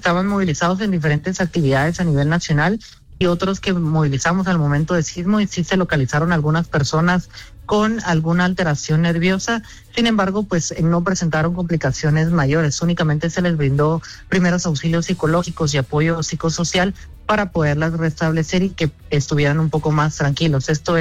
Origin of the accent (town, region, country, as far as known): Guatemala